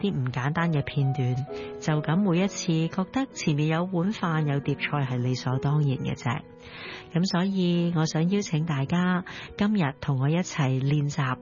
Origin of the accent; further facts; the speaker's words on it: Hong Kong; 尤其是你同我都系香港人啦，我哋食饭其实好急㗎。